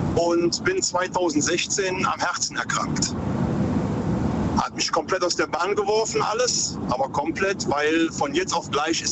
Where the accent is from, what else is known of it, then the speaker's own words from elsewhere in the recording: Cologne, North Rhine-Westphalia, Germany; Ich bin Kölner und bin gerade auf der A61 unterwegs.